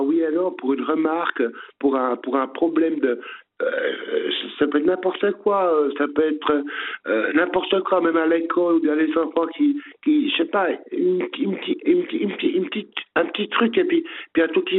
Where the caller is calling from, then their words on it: Sonceboz, Bern, Switzerland; j'habite dans le Jura bernois